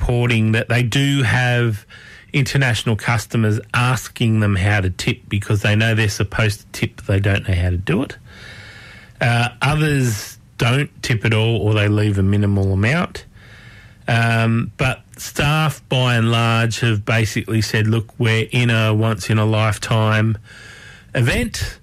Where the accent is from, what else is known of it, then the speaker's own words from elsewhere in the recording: Australia; because I'm Australian they let me get away with it